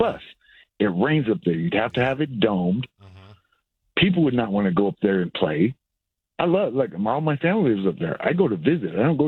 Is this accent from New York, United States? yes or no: no; Portland, Oregon, United States; born there; moved away; So Portland, I'm from Portland. I was born in Portland